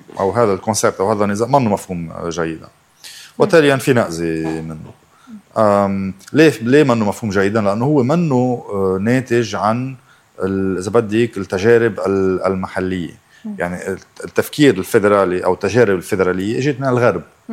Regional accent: Lebanon; نحن كلنا لبنانيين ما في فرق. نحن كلنا لبنانيين وفي فرق.

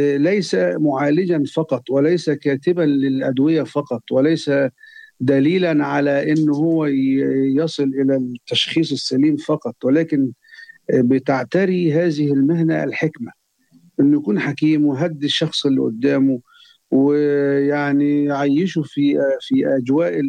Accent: Sharqia Governorate, Egypt; born there; في الريف عندنا في الشرقية.

